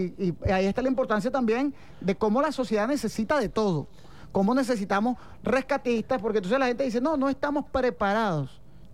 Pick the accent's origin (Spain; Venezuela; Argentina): Venezuela; Y tú sabes que nosotros somos especialistas los venezolanos en el parche y el remiendo.